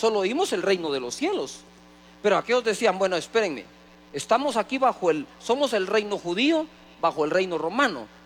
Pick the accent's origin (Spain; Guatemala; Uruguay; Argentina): Guatemala